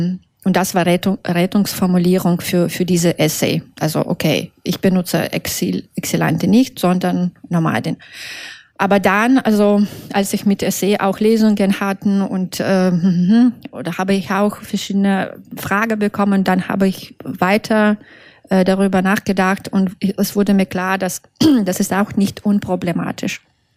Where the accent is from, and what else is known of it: Belarus; first language Russian; German is a second language